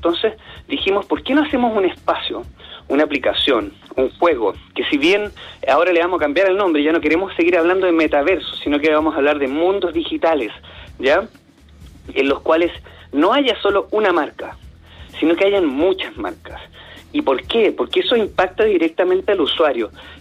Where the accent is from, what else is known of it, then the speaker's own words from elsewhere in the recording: Chile; como chilenos, buenos chilenos